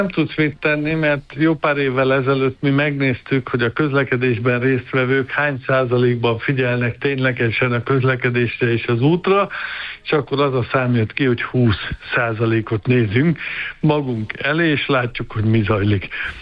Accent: Hungary; mi magyarok vagyunk

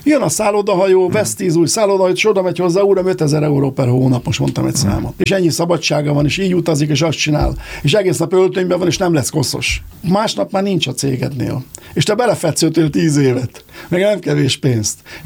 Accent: Hungary; Mert magyar vagyok, és mert magyar vállalkozó vagyok.

